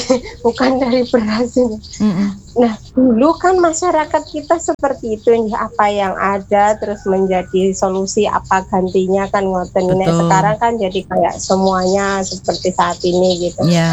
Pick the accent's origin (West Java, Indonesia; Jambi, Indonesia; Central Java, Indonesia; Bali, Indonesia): Central Java, Indonesia; Cilacap; karena memang saya dari Cilacap kebanyakan ikan, dulu ngambil di sungai sendiri, saya sambil goreng ikan Mbak.